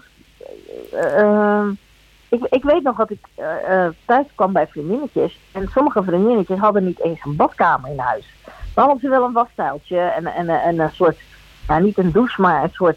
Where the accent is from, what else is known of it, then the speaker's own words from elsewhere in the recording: Gouda, South Holland, Netherlands; born there; Dutch is a second language; toen kwamen we eigenlijk in Gouda terecht.